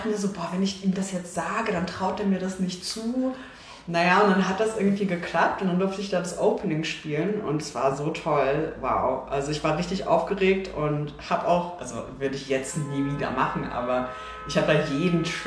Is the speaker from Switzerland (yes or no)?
no; Berlin, Germany; Ich meine, so als Berlinerin ist man halt nur von DJs umgeben.